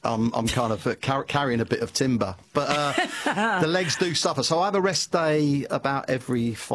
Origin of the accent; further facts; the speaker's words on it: London, United Kingdom; because I'm a Londoner